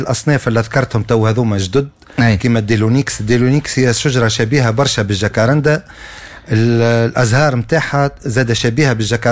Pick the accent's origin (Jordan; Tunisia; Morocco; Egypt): Tunisia; عندنا في تونس